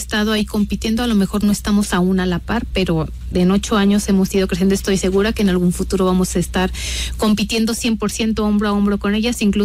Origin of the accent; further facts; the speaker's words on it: Irapuato, Guanajuato, Mexico; yo soy originaria de Irapuato, Guanajuato, allá resido